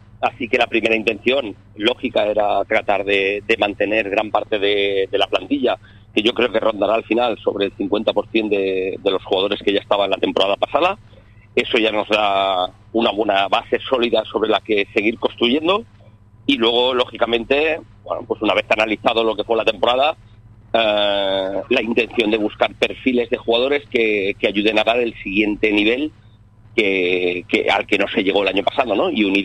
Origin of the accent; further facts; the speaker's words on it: Gandia, Valencian Community, Spain; moved away; Gandía, de donde yo soy